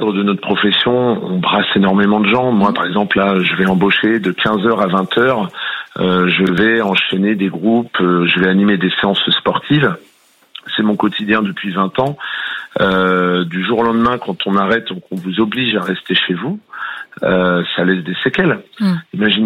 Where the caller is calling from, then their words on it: Cholet, Pays de la Loire, France; Je vous appelle de Cholet, dans le Maine-et-Loire.